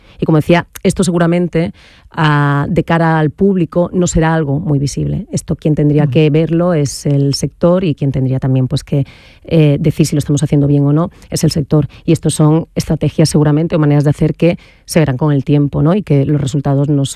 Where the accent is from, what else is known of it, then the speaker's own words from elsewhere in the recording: Andalusia, Spain; Yo lo observaba estando en Cataluña. No trabajaba con artistas andaluces porque yo soy andaluza